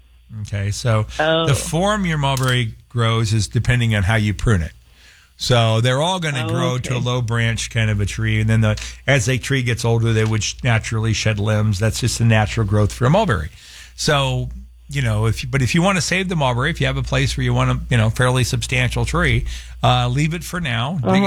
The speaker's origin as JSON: {"language": "English", "town": "Phoenix", "region": "Arizona", "country": "United States", "tie": "born or raised there", "said": "where I grew up in Sunny Slope, in the rockiest, most, you know, desolate climate we have in the valley"}